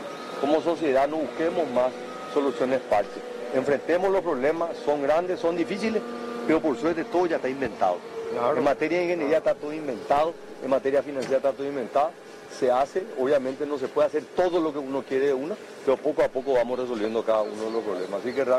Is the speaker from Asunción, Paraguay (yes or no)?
yes; Asunción, Paraguay; Porque yo era un jovencito cuando se construyó, y yo soy de Campo Grande, de Trinidad